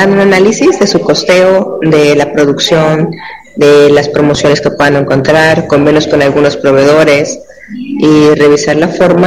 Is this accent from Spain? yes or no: no; Mexico